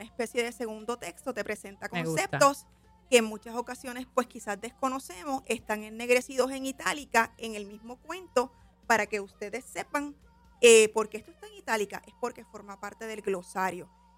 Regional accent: Mayagüez, Puerto Rico; now in Cupey, Puerto Rico; Yo soy de Mayagüez.

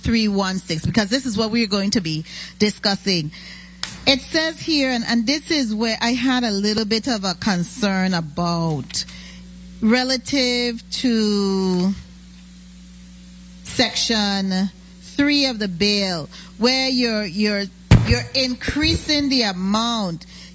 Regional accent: St. Thomas, U.S. Virgin Islands; Even though I am from St. Thomas, born and raised, I am a Virgin Islander.

